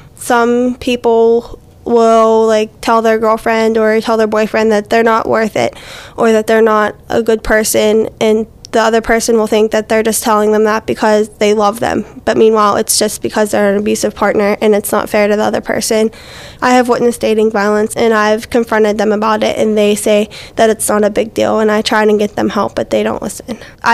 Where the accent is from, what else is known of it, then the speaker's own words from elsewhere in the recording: Pennsylvania, United States; I'm 16 from South Allegheny.